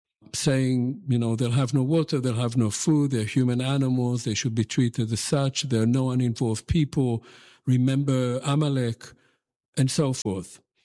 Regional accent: Tel Aviv, Tel Aviv District, Israel; I grew up first in North Tel Aviv and then in Ramat Aviv, where now the University of Tel Aviv is.

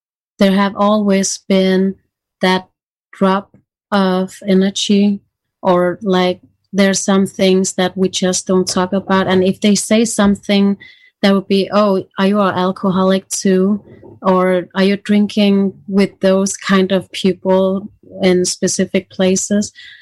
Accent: Greenland; we are from Greenland

